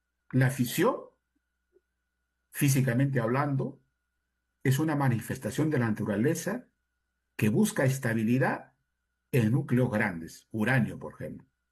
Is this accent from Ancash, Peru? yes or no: yes; Ancash, Peru; Ah, mi tierra.